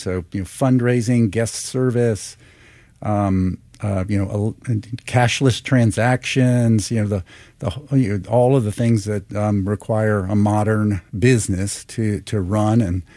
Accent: Atlanta, Georgia, United States; born or raised there

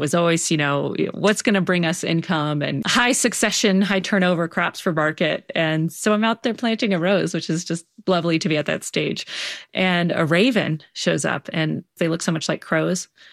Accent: Baltimore, Maryland, United States; I'm from Baltimore and it's like, oh gosh, who's that famous poet

